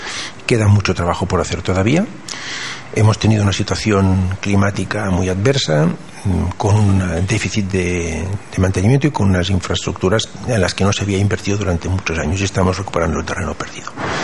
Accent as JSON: {"language": "Spanish", "region": "Catalonia", "country": "Spain", "said": "los catalanes somos españoles"}